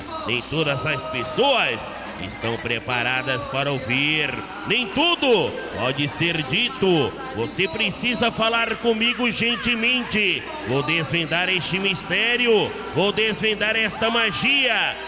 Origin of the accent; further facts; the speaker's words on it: Vitória da Conquista, Bahia, Brazil; now in São Paulo, Brazil; Sou de Vitória da Conquista.